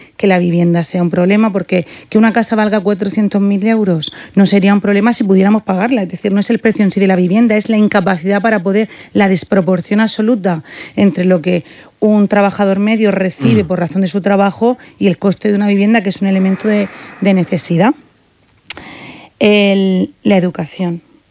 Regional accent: Region of Murcia, Spain

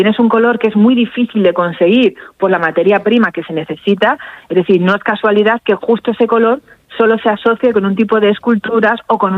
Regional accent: Salamanca, Castile and León, Spain; yo ya que soy de Salamanca voy a aprovechar.

